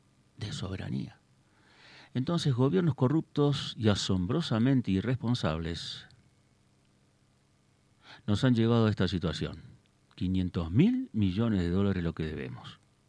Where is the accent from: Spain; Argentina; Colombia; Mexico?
Argentina; Yo sostengo que como argentinos hemos tenido los gobiernos que nos merecemos